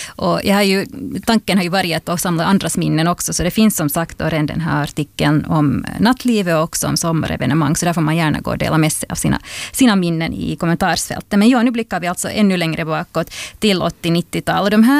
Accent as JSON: {"language": "Swedish", "town": "Helsinki", "region": "Uusimaa", "country": "Finland", "tie": "born or raised there", "said": "Alltså jag är ju född och uppvuxen i Helsingfors, men jag tillbringar en stor del av mina somrar här, alltså främst då i Ekenäs."}